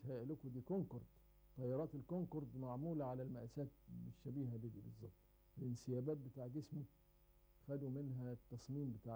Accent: Egypt; ومن العيلة دي برضو طائر أبو قردان عندنا في مصر

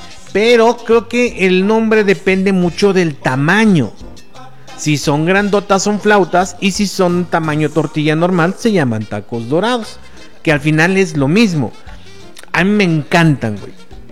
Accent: Mexico; Así somos los mexicanos

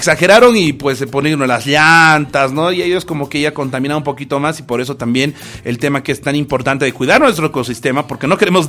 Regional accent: Oruro, Bolivia; moved away; en la ciudad de Oruro, de donde yo vengo, donde he crecido pues mi infancia, he estado en mi infancia allá en mi lindo Oruro

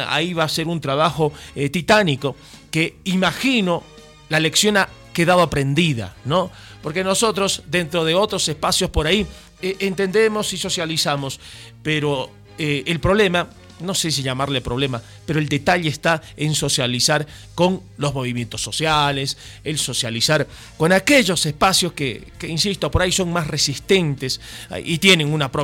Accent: Bolivia; Necesitamos unirnos como bolivianos

